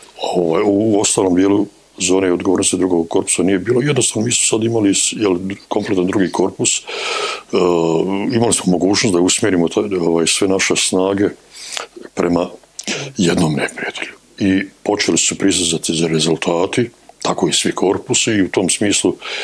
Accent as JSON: {"language": "Bosnian", "town": "Mostar", "region": "Federation of Bosnia and Herzegovina", "country": "Bosnia & Herzegovina", "said": "moram to naglasiti, jer dolazim iz Mostara i sredine gdje sam učestvovao aktivno u tim borbama i protiv Hrvatske vojske"}